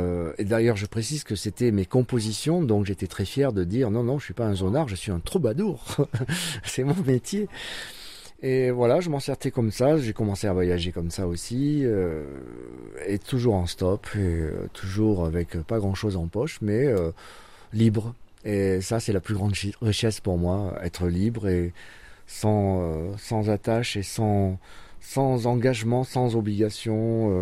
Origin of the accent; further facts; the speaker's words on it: Fontvieille, Provence-Alpes-Côte d'Azur, France; also born or lived in Arles; now in Montpellier, France; moi, je suis né à Arles. J'ai grandi à 10 km d'Arles, dans un petit village, le village d'Alphonse Daudet, en face de la rue de la chèvre de Monsieur Seguin. C'était Fontvieille, en fait.